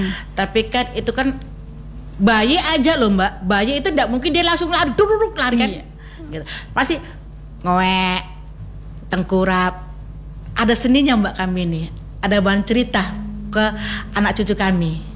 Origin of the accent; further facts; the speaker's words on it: Makassar, South Sulawesi, Indonesia; moved away; Kita orang Makassar kan identik dengan jeruk nipis.